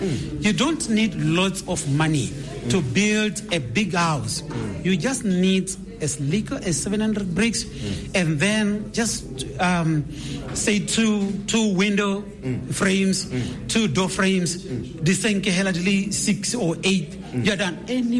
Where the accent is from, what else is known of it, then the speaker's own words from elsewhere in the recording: Nkange, Matabeleland North, Zimbabwe; I'm from Nkange. Yes.